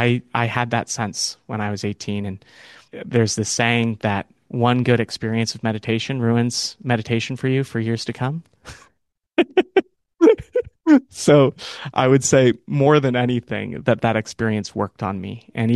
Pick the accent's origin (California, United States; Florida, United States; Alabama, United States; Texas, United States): California, United States; born or raised there